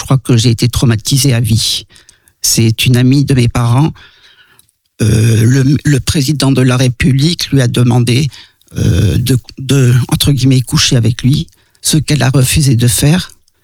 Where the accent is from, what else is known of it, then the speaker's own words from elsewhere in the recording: Madagascar; quand je dis que j'ai été élevé en Afrique ou à Madagascar, on me dit tout le temps que j'ai beaucoup de chance.